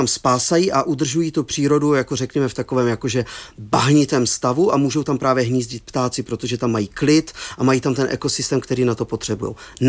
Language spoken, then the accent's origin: Czech; Moravian-Silesian Region, Czechia; Třeba právě u nás v Moravskoslezském kraji, kousek od Ostravy